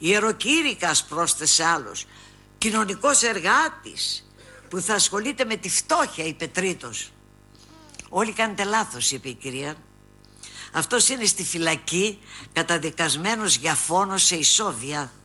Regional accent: Macedonia, Greece; Είμαι Μακεδόνισσα. Ήταν το χωριό μου εκεί στη θάλασσα.

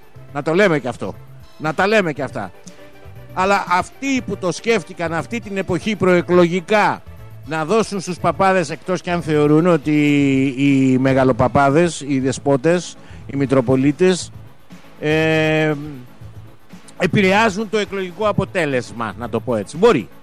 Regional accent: Western Greece, Greece; στην πατρίδα μου την Ετωλό Ακαρνανία.

